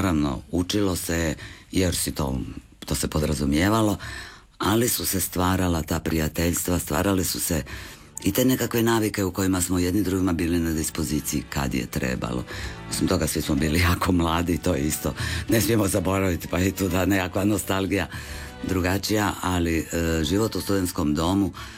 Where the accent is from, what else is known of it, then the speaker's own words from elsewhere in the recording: Siverić, Šibenik-Knin County, Croatia; Nekako svi smo išli studirati u Zagreb nakon te Drniške gimnazije.